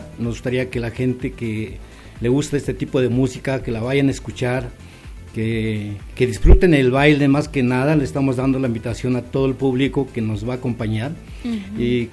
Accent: San Miguel Contla, Tlaxcala, Mexico; de mi pueblo, de allá de uh-huh. San Miguel Contla.

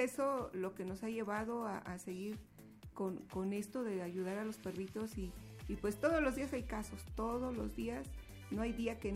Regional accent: Guerrero, Mexico; moved away; also born or lived in Apizaco, Tlaxcala; Yo viví aquí 10 años, por cuestiones de la vida yo tuve que regresarme a Majac de Guerrero, que es el lugar, mi pueblo ahí, y yo soy originaria de ahí.

